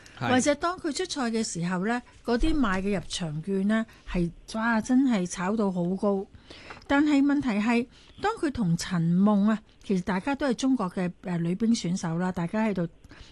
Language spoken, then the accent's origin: Cantonese; Hong Kong; 我哋小時候喺香港